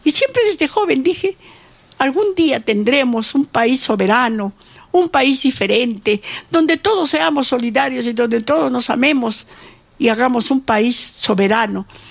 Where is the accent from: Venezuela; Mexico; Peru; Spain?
Peru; nosotros somos peruanos.